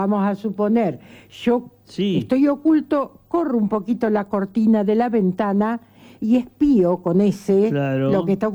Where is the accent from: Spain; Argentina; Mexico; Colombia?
Argentina